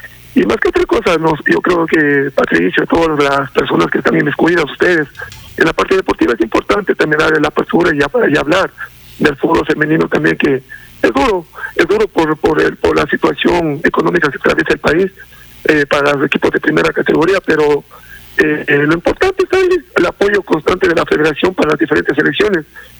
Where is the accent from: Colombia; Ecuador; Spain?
Ecuador; para nosotros como ecuatorianos